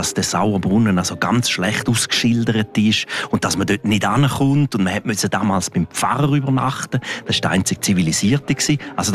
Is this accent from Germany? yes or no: no; Graubünden, Switzerland; Ich bin in einem Hotel aufgewachsen am Julierpass, Pferdewechselstation